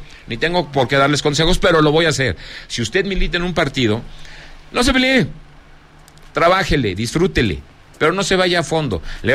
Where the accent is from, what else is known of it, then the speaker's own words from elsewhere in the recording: Zacatecas, Mexico; esto se llamaría mi tierra, Zacatecas.